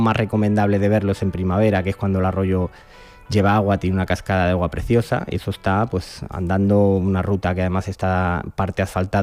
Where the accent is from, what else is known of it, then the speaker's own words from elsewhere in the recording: Madrid, Community of Madrid, Spain; born there; yo nací en Madrid y los dos primeros años de mi vida pues viví en Madrid con mi familia